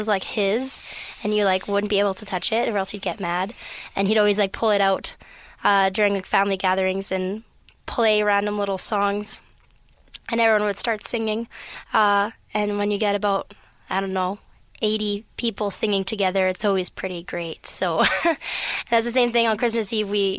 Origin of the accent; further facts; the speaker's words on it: Edmonton, Alberta, Canada; growing up in Bonnie Doon, that's the official French quarters